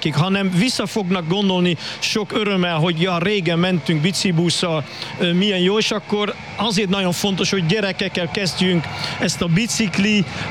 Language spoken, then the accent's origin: Hungarian; Netherlands; Hungarian is a second language; now in Pécs, Hungary; Én holland vagyok